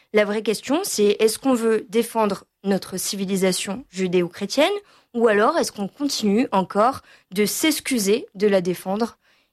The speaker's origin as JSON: {"language": "French", "town": "Biarritz", "region": "Nouvelle-Aquitaine", "country": "France", "tie": "born or raised there", "said": "Déjà, le Pays basque, Biarritz, c'est chez moi. C'est là où je suis née, c'est là où j'ai grandi, c'est là où j'habite."}